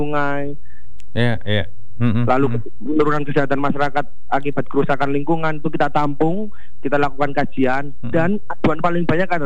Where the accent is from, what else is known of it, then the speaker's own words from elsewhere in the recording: Gresik, East Java, Indonesia; born there; saya lahir di Gresik